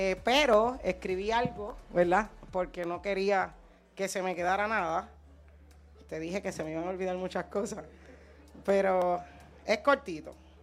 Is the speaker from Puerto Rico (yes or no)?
yes; Carolina, Puerto Rico; el barrio donde yo me crié, en donde yo nací, en el cual viví hasta hace 3 años atrás. Es el barrio Sabana Bajo, en Carolina.